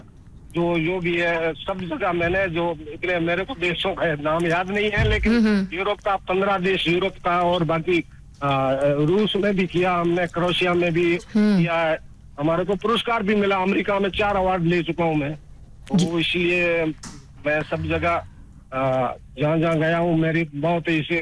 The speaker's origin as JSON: {"language": "Hindi", "town": "Jaisalmer", "region": "Rajasthan", "country": "India"}